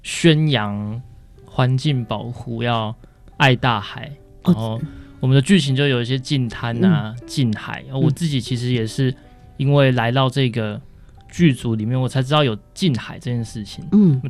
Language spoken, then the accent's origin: Chinese; Tainan, Taiwan; 我台南人啊台语说这样、嗯、他就觉得我台语很差